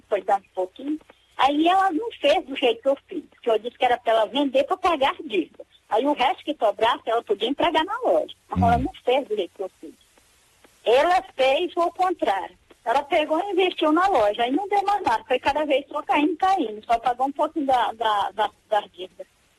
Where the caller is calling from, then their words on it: Roraima, Brazil; Eu falo aqui de Roraima, mas estudo no Mucajaí.